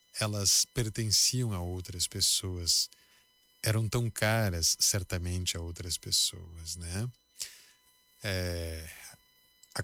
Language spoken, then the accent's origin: Portuguese; Vacaria, Rio Grande do Sul, Brazil; Eu falo com propriedade, né? Porque sou natural de Vacaria, né?